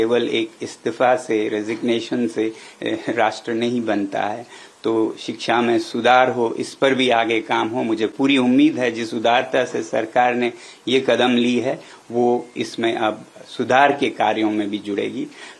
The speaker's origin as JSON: {"language": "Hindi", "region": "Ladakh", "country": "India", "said": "मैं लद्दाख से हूं और एक पर्यावरण कर्मी हूं, एनवायरमेंटलिस्ट हूं"}